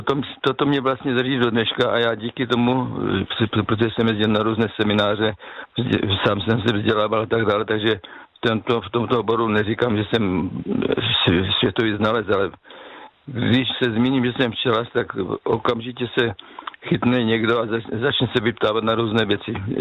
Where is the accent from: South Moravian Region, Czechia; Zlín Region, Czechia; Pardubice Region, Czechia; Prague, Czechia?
South Moravian Region, Czechia; Já jsem z Jižní Moravy, tak tam se neříká babička, ale tam se říká stařenka.